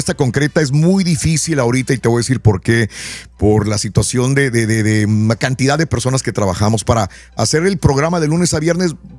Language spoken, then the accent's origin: Spanish; Michoacán, Mexico; Bien, yo soy de Michoacán y el peor error que hacen todas las carnitas es usar coca o naranja.